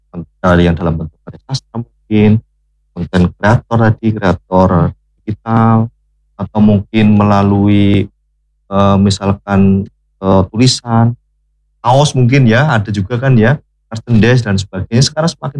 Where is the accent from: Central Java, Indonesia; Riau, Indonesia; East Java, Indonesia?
Central Java, Indonesia; accent: Ngapak; saya menggunakan bahasa ngapak